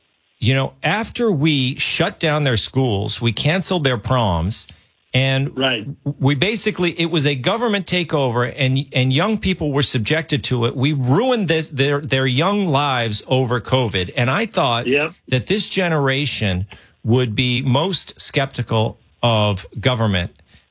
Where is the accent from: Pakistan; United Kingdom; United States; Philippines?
United States; Massachusetts; And then I looked up, Carl, in my home state of Massachusetts, one of the bluest states around